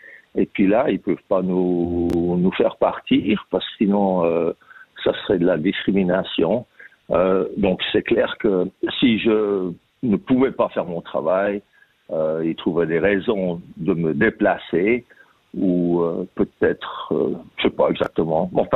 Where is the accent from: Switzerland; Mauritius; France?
Switzerland; Lausanne, Vaud; moved away as an adult; also born or lived in Crissier; now in Australia; Mais ouais, j'ai grandi à Lausanne, à Crissier. Et puis, je suis venu ici en Australie après avoir fait un tour du monde.